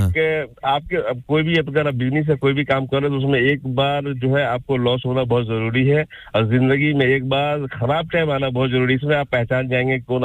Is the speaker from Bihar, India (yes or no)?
yes; Darbhanga, Bihar, India; moved away; मैं बिहार से हूँ, दरभंगा।